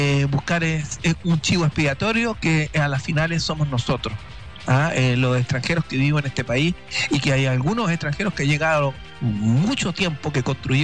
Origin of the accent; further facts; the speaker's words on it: Chile; moved away